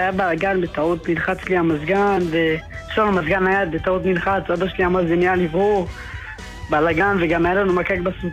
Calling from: Holon, Tel Aviv District, Israel; אני מחולון עיר הקודש.

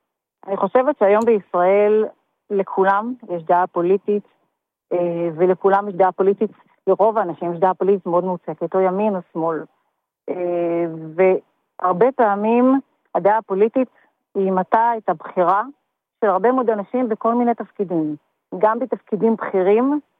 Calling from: the south, Israel; אני מהדרום. אני אגדיר את עצמי קודם כל בתחילת השיחה, אני דתייה, משתייכת לזרם הדתי-לאומי

